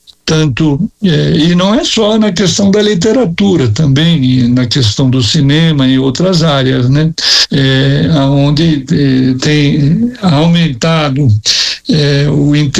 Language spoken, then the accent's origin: Portuguese; Brazil; Nenhum país do mundo que eu viajei a trabalho e que eu me apresentei, né, como brasileiro, em todos os lugares eu sempre fui muito bem recebido.